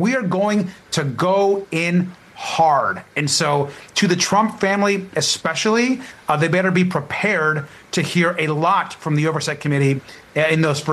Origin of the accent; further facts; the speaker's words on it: California, United States; I'm here back in my home state of California.